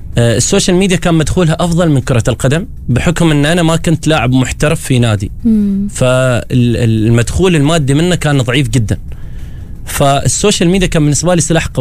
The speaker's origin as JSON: {"language": "Arabic", "country": "Qatar", "tie": "born or raised there", "also_born_or_lived": "Oman", "said": "فبعد ما انتقلوا من السعودية إلى عمان المصنعة أنا الوحيد اللي كنت مواليد عمان. يعني أنا انولدت في عمان، من بعد ما انولدت في عمان عشت فيها فترة بسيطة، انتقلت مع الوالد، والد كان يشتغل في الخليج"}